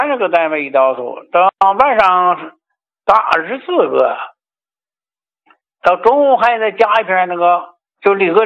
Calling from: Shijiazhuang, Hebei, China; 我是石家庄桥西区的。

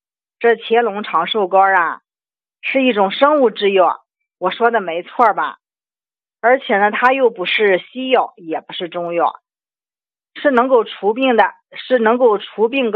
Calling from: Jinan, Shandong, China; 我是济南市啊淮阴区的。

